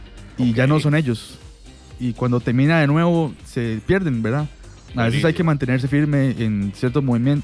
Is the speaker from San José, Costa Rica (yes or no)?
yes; San José, Costa Rica; Bueno, nosotros somos de San José, los tres, en realidad.